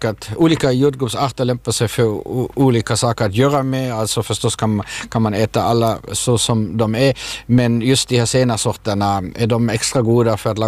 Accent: Germany; now in Finland; Jag växte upp med jordgubbar i Tyskland och tyckte att de var jättegoda. Men sen kom jag till Finland

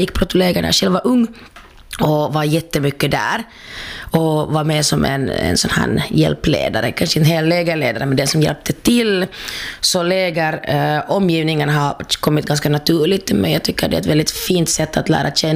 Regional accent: Helsinki, Uusimaa, Finland; alltså jag är ju från Helsingfors, och då när jag var yngre så fanns det liksom inga referenser

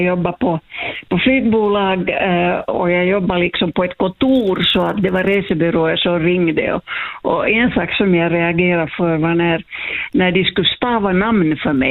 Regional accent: Finland; moved away as an adult; also born or lived in Canada; jag var finsk medborgare fortfarande.

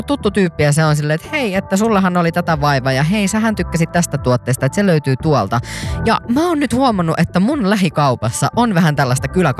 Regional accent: Pori, Satakunta, Finland; mutta ei myöskään sitten vaikka tuolla kotikonnuilla Porissa ole löytynyt kaupoista.

